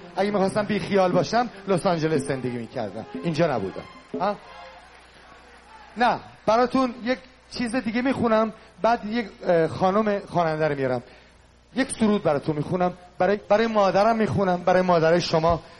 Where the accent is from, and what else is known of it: Iran; moved away